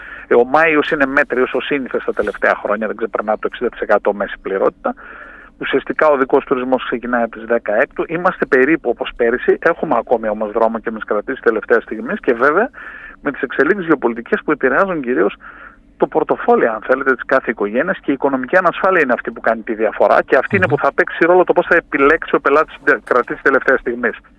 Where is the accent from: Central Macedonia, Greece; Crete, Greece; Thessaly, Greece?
Central Macedonia, Greece; That's it που λένε στο χωριό μου στη Χαλκιδική.